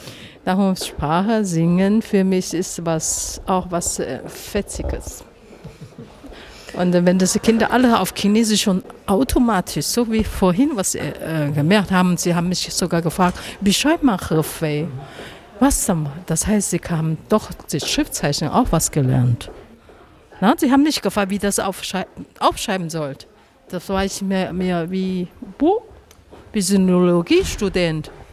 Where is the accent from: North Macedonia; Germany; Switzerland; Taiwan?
Taiwan; Persönlich komme ich aus Taiwan.